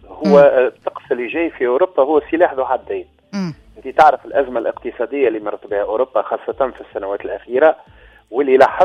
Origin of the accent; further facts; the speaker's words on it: Tunisia; نحن في تونس ولا حتى شتاء ما يجيناش شتاء متاع قبلك،